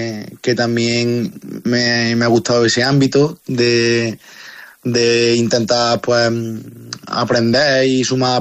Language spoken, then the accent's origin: Spanish; Cabra, Andalusia, Spain; tanto por volver a estar en mi pueblo